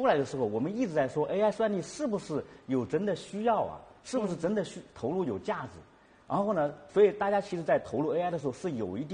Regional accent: China; 我们中国人很多

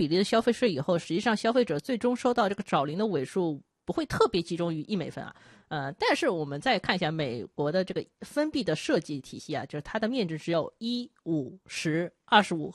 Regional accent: China; 我们中国人

